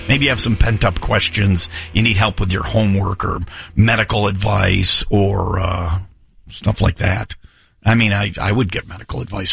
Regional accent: Ireland; I'm Irish.

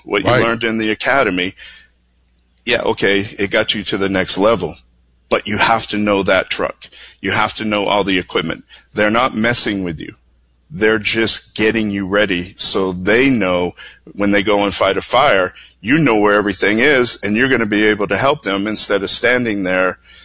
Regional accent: Boston, Massachusetts, United States; now in Texas, United States; Don't hold it against me. I'm from Boston.

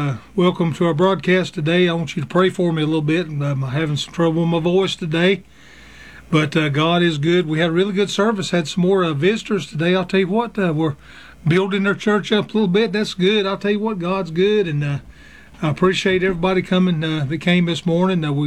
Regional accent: the South, United States; I'm glad today that I was brought up in the South where I could say mom and daddy

